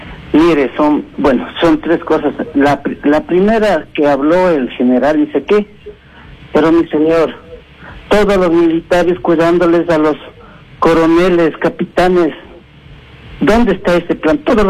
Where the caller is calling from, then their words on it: Quito, Pichincha, Ecuador; Acá yo vivo en Calderón, aquí en la calle Carapungo